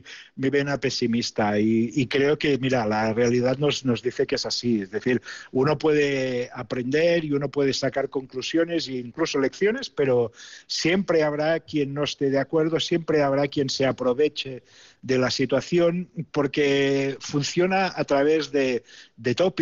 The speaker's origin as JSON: {"language": "Spanish", "region": "Catalonia", "country": "Spain", "tie": "born there", "said": "que en realidad ya habían nacido casi todos en mi pueblo"}